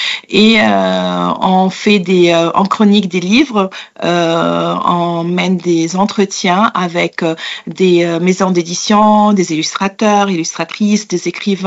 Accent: Egypt; moved away as an adult; now in Paris, France; Je suis une petite salade composée. J'ai grandi en Égypte et ça fait une quinzaine d'années que je suis installée à Paris, en France, en raison de travail de mon conjoint. La France est devenue ma deuxième maison. Mais j'ai grandi en Égypte d'une mère polonaise et d'un père égyptien.

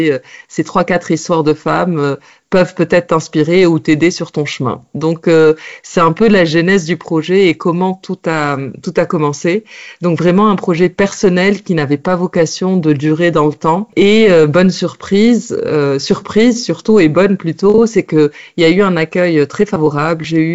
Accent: Tunisia; moi, je suis née en Tunisie et j'ai grandi en Tunisie

